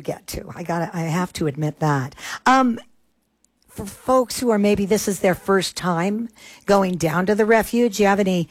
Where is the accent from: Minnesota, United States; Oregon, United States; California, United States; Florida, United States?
Oregon, United States; now in New Mexico, United States; first moved here to New Mexico is how many species of bees there are in this state. And I come from Oregon.